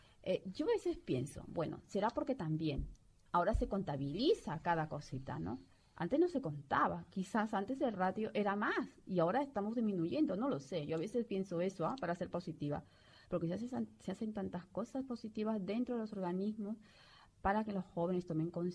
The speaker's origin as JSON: {"language": "Spanish", "country": "Peru", "moved": "yes", "said": "porque soy peruana."}